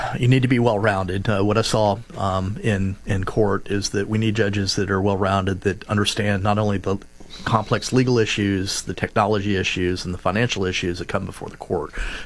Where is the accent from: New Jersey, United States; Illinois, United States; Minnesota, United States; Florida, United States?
Florida, United States; So I grew up in Seminole County, 1985, graduate of Lake Mary High School, came from very humble beginnings.